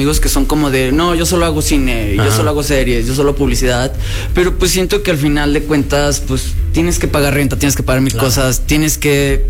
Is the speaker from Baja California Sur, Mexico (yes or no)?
yes; Los Cabos, Baja California Sur, Mexico; Yo soy de Los Cabos, pero mi familia es de Sinaloa, Mazatlán